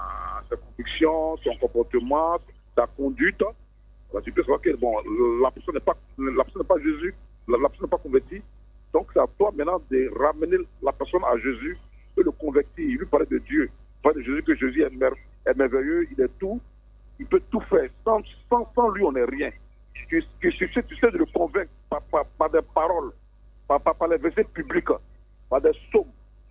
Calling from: Kumasi, Ashanti, Ghana; j'appelle de Kumasi.

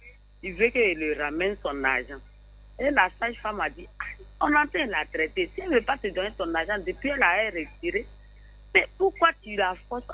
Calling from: Bingerville, Abidjan, Côte d’Ivoire; J'appelle de Bengerville.

